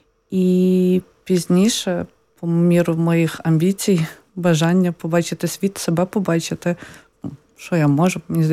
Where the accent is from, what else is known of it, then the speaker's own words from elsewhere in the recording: Lviv Oblast, Ukraine; moved away as an adult; now in Poland; я сама з Львівської області, та без Західної України, і ми трохи наслухані польської мови.